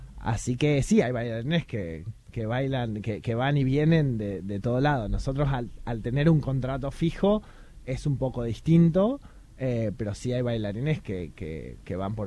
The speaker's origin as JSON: {"language": "Spanish", "country": "Argentina", "said": "porque es lo que aprendimos fuera, digamos, siendo argentinos, y trayendo eso de vuelta hacia acá."}